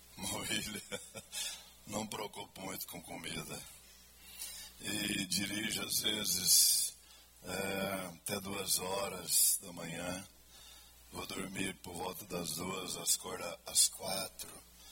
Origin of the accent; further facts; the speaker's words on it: Brazil; É, nós somos brasileiros, somos.